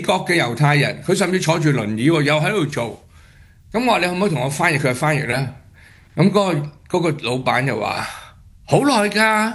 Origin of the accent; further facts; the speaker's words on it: China; 因为我系中国人咁無謂啦